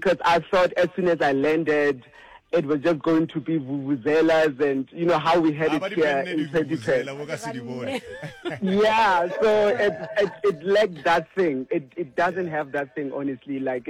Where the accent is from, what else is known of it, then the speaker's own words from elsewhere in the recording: South Africa; I feel like as South African, a young South African, I feel like there's just so much to learn out there to bring back to our country and make our country a better place.